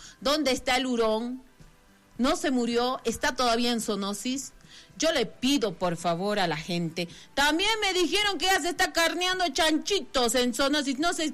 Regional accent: Potosí, Bolivia; siendo potosinos, acostumbrados al frío

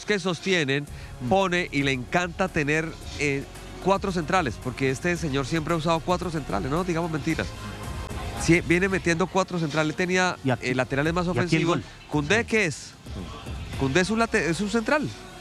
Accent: Italy; Yo soy italiano

